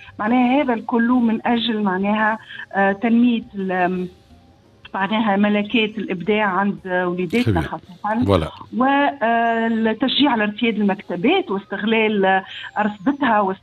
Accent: Tunisia; بلادنا تونس

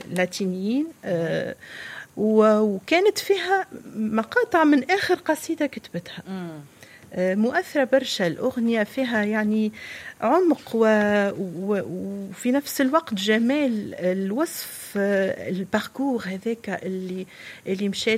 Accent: Tunisia; accent: Tunisian; بلهجتنا احنا اللي قريبة لينا اللي هي يعني لهجتنا المستنسين بها اللي نحبها برشا

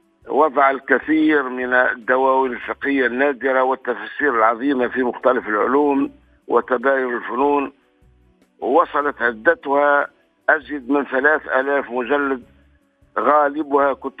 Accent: Tunisia; بلادنا تونس

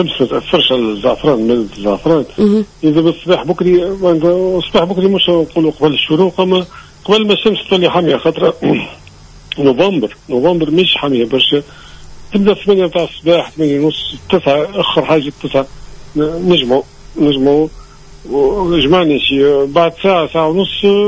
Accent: Tunisia; احنا من الشمال للجنوب من الشرق للغرب في تونس

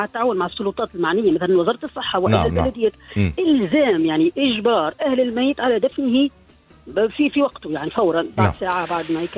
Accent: Tunisia; لماذا في تونس عندنا عادات أظن أنها بعيدة شوية عن العقيدة؟

